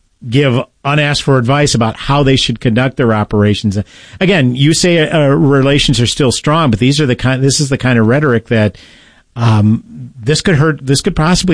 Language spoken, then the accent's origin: English; United States; I am an American